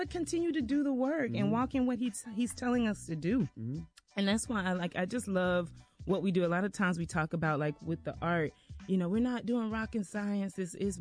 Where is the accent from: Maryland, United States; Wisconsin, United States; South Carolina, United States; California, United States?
South Carolina, United States; I'm from South Carolina, small town, grew up in the church, low to mid class family.